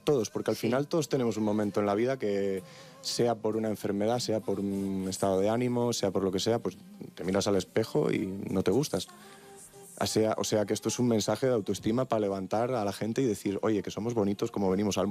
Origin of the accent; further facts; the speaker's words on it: Tui, Galicia, Spain; en Tui, en mi tierra, justo en Galicia